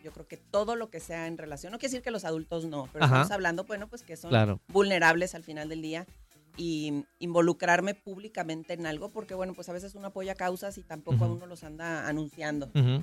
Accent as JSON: {"language": "Spanish", "town": "Ciudad Juárez", "region": "Chihuahua", "country": "Mexico", "said": "soy chihuahuense, de Juárez, que viva, que esté, o vaya y venga aquí al Paso, Texas, pues al final somos ciudades hermanas."}